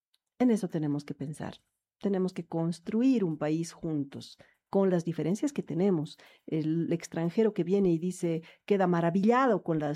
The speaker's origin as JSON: {"language": "Spanish", "country": "Bolivia", "said": "quienes estamos en el territorio boliviano hemos nacido en Bolivia, en diferentes cunas, aymaras, quechuas, pero no solo aymaras, quechuas, también hemos nacido en cunas ayoreas, en cunas mocetenes, en cunas clase medieras"}